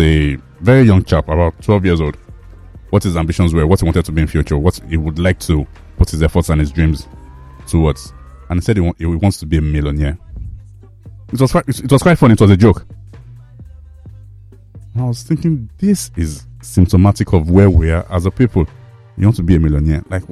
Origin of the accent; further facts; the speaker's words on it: Lagos, Nigeria; Growing up in Lagos